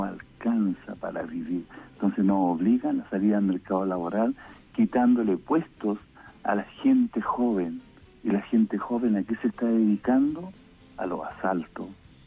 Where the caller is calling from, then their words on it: Maipú, Santiago Metropolitan Region, Chile; De Maipú, pues.